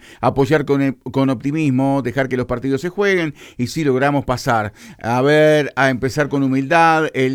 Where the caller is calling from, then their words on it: Australia; de Australia.